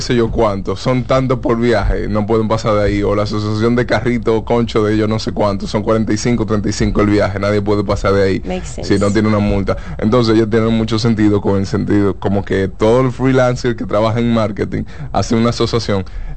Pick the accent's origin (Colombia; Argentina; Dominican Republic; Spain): Dominican Republic; Dajabón; Por ejemplo, yo soy de Jabón, y en el mercado de Jabón...